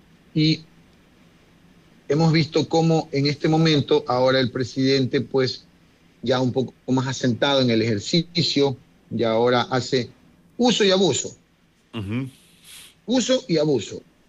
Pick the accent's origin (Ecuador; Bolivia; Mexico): Ecuador